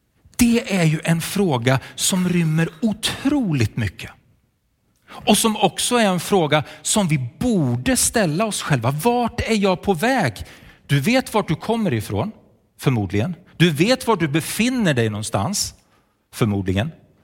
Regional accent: Sweden; men jag kommer från Sverige.

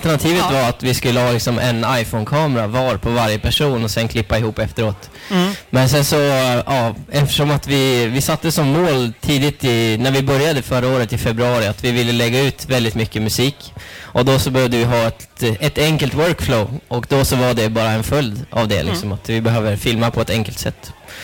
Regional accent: Åre, Östersund, Jämtland County, Sweden; now in Gothenburg, Sweden; Jag är från Åre, Östersund.

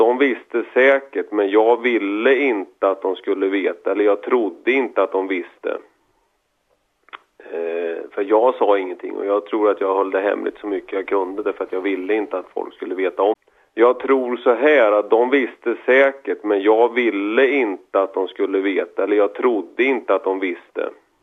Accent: Laxå, Örebro County, Sweden; Jag växte upp i Laxå som ensamt barn till två missbrukare, alkoholister.

